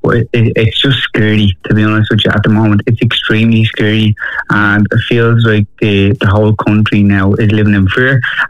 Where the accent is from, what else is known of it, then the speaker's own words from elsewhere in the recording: Dublin, Leinster, Ireland; I grew up in Fatty Ma Mansions, and like growing up in the 90s